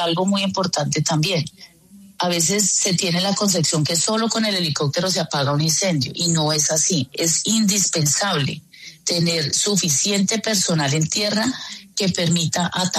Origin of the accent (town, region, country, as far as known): Colombia